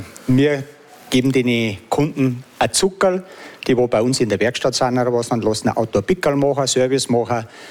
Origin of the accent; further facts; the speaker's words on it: Pocking, Bavaria, Germany; moved away as an adult; now in Großarl, Austria; Ich komme aus Niederbayern, genau. Niederbayern, aus dem schönen Raum Pocking.